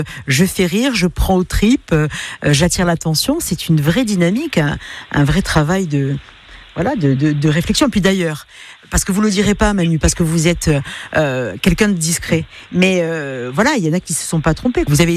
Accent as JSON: {"language": "French", "region": "Corsica", "country": "France", "said": "C'est quelque chose qui nous fait du bien en tant que Corse, en tant que spectateur."}